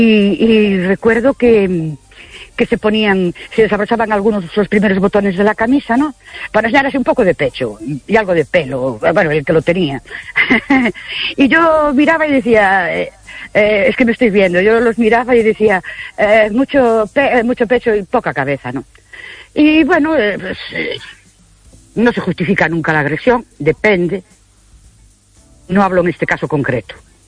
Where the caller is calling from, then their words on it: Ourense, Galicia, Spain; Hola, buenas noches … de Urense otra vez.